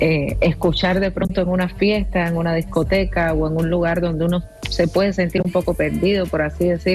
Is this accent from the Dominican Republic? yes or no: no; Cuba; Sí, como buena cubana tengo música bailable